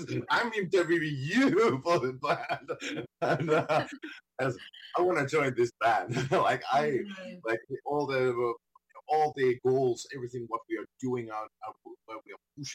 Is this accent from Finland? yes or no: yes; Kouvola, Kymenlaakso, Finland; originally from Kouvola. It's a small town, city in a little bit more eastern side, and that's where the band originally came from.